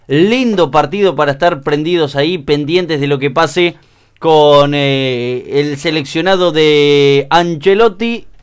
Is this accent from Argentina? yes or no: yes; Argentina